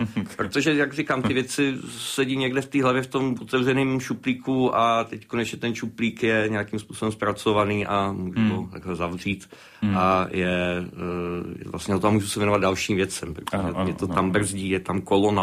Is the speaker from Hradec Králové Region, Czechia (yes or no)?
no; Heřmanův Městec, Pardubice Region, Czechia; born there; moved away; ve východních Čechách, kde máme oba dva vlastně původní rodiště. Já jsem z Chrudimi, vlastně z Hezmanova městce.